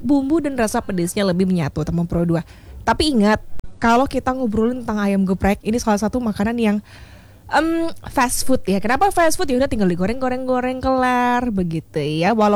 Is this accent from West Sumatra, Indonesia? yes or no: no; Bali, Indonesia; Kalau kita orang Bali bilangnya bumbu jangkep begitu ya.